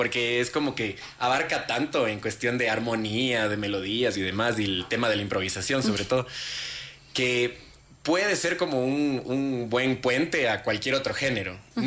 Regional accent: Ecuador; Siendo ecuatoriano, ¿cómo así en inglés?

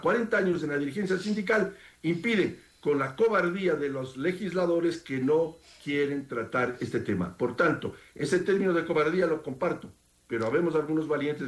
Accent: Quito, Pichincha, Ecuador; yo soy quiteño y digo algunos quiteñismos

